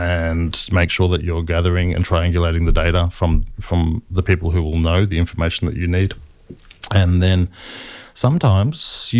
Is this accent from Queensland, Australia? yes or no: no; Melbourne, Victoria, Australia; I grew up in Melbourne, but in the eastern suburbs, and a lot of my extended family are from the country.